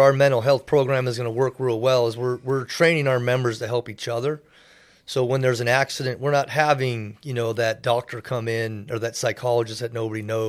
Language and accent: English; Lake Forest, California, United States; born there; also born or lived in Oak Lawn, Illinois; Originally born in Chicago, Illinois, Oak Lawn. My father was a local 9 journeyman lineman out there and then moved us out here to California for the California's gold. Started working for the Southern California Edison and eventually did a little circuit out here. But we settled in Lake Forest, or at the time was El Toro.